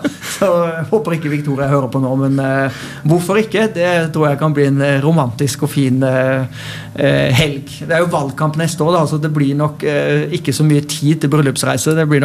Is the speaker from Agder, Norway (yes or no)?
no; Oslo, Norway; also born or lived in Haugesund; Jeg var jo bare to år da vi flyttet fra Haugesund til Oslo, og har jo gått i barnehage og skole, og hele oppveksten i Oslo.